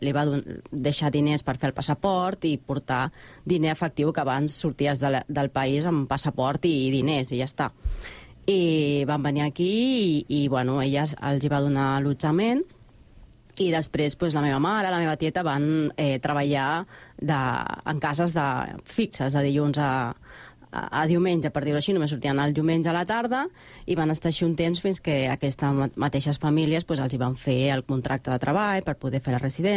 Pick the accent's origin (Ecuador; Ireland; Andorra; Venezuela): Ecuador; Guayas; now in Spain; bon dia. Bueno, jo sóc de l'Equador, concretament de Guayaquil, un poble que està a 2 hores, per dir-ho així. Bueno, el meu poble és petit, és pobre